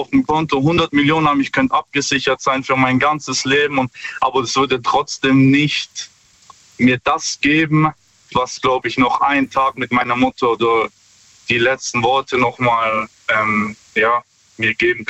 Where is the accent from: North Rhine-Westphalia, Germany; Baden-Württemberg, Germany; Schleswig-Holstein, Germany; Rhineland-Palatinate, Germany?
Baden-Württemberg, Germany; Stuttgart; Ja, hi. Stuttgart.